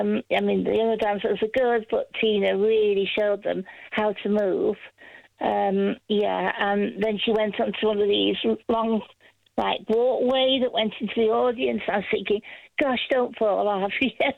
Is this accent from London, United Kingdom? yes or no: no; Northwich, North West England, United Kingdom; now in Anglesey, United Kingdom; from Norwich in Cheshire, my hometown